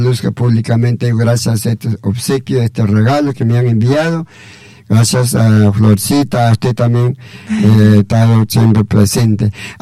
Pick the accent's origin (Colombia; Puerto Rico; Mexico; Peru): Peru; Llamellín, Ancash; soy de Antonio Raimundo de Yamillín, nacido, crecido